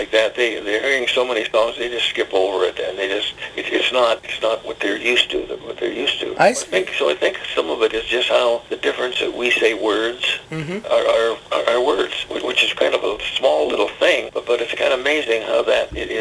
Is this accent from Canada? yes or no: yes; Canada; the way we Canadians say words and the way Americans do.